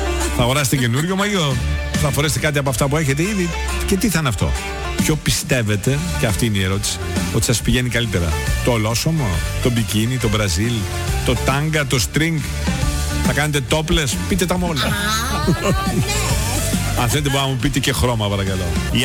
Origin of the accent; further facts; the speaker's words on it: Piraeus, Attica, Greece; Εγώ ως Πειραιώτης